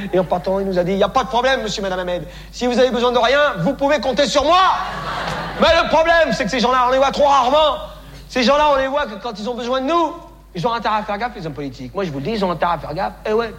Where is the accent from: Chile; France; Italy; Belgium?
France; Et alors, je suis français, il y a quelque chose à dire, non?